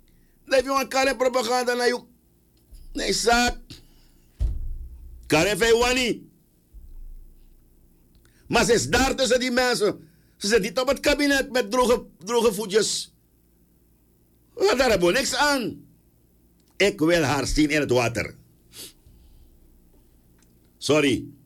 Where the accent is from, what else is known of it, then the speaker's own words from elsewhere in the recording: Suriname; Tuurlijk zijn we allemaal Surinamers.